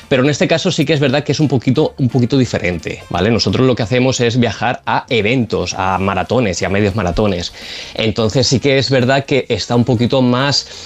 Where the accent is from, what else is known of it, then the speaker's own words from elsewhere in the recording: Valencia, Valencian Community, Spain; bueno, nosotros somos de Valencia, pero también organizamos viaje al maratón y al medio maratón de Valencia